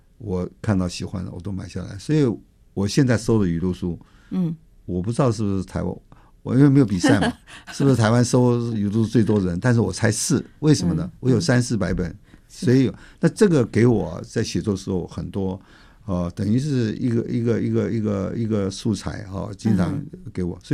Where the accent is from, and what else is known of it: China